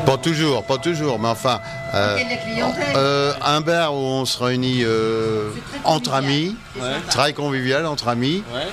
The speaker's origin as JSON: {"language": "French", "town": "Rouen", "region": "Normandy", "country": "France", "tie": "born there", "said": "Je suis Rouennais de naissance. Mont-Saint-Aignan."}